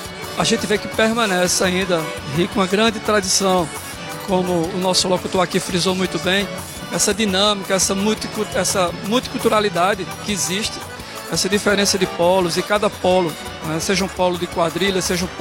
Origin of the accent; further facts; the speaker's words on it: Caruaru, Pernambuco, Brazil; sou natural de Caruaru, fui professor durante alguns anos aí na cidade